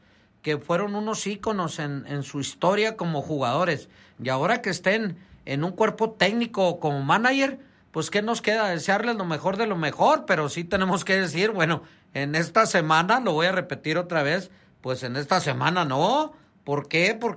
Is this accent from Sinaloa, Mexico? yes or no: no; Camargo, Chihuahua, Mexico; somos camarguenses